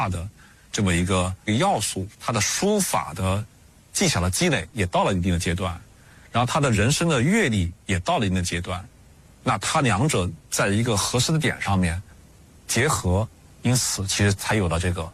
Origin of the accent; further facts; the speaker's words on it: China; 我们中国人啊会认为这个冬春之交呢，它是一个非常重要的时刻